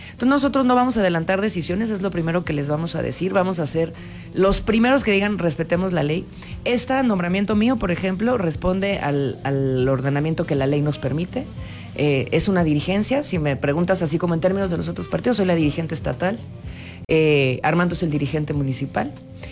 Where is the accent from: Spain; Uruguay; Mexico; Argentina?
Mexico; Nosotros sí creemos que la única cosa que nos sigue uniendo como mexicanos y no, con nuestras comunidades en nuestros estados es la ley.